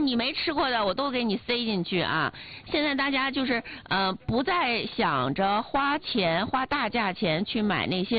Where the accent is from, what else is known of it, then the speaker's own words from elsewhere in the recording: northern China, China; 我是北方人